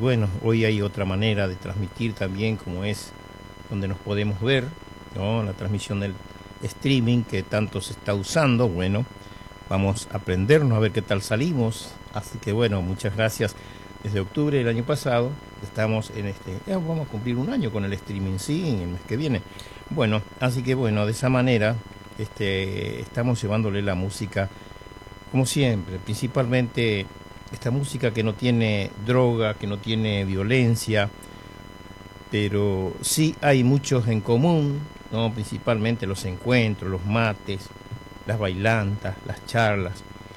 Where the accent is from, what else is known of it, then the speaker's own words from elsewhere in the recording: Buenos Aires, Argentina; also born or lived in Presidencia de la Plaza, Chaco; yo me fui de chico, 15 años tenía, un adolescente, fui de mi pueblo Chaco, Presidencia de la Plaza, y me crié en Buenos Aires